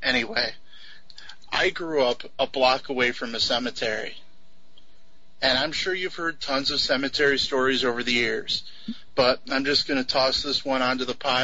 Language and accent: English; United States; The town I grew up in here on the New York, Pennsylvania border is a very, very active town